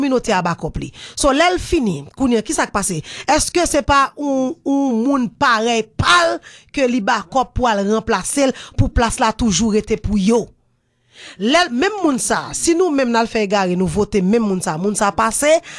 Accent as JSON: {"language": "French", "country": "Haiti", "said": "ça c'est legacy pas nous en tant que haïtien"}